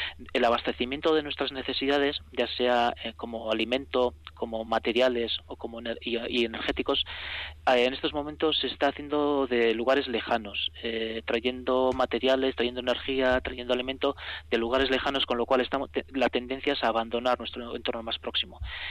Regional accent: Basque Country, Spain

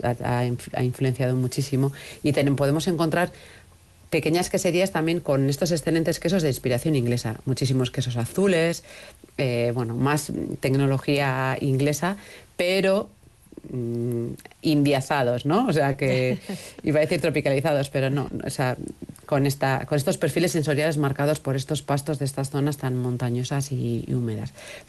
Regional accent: Basque Country, Spain; Hay, como vascos, pues las montañas las reconocemos y sabemos, ¿no?

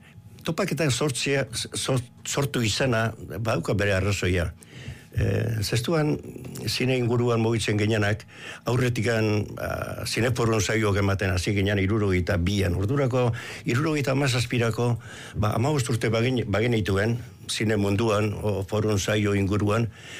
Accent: Basque Country, Spain; euskeran egoera ikusita guk nola euskalduna ginen, ba euskeraz egitea proposatu gendun

